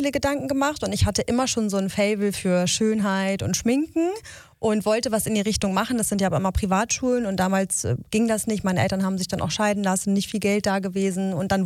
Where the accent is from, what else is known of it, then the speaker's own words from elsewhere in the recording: Neumünster, Schleswig-Holstein, Germany; Also ich bin eigentlich mein Leben lang in Neumünster gewesen, bin da geboren worden und aufgewachsen. Ich habe dann zwischenzeitlich mal so auf ein paar verschiedenen Dörfern gewohnt, ringsherum, weil ich sehr oft umgezogen bin. Aber ansonsten war eigentlich immer Neumünster so mein Zuhause auch.